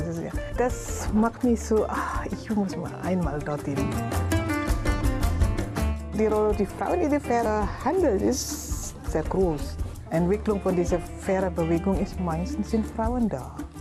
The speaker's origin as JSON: {"language": "German", "country": "Indonesia", "second_language": "German", "moved": "as an adult", "lives_now": "Chemnitz, Germany"}